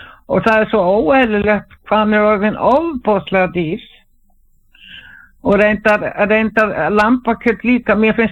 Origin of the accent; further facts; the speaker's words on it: Kópavogur, Capital Region, Iceland; Og ég man að þegar ég var svona krakki, ég var alveg upp í Kópavoginum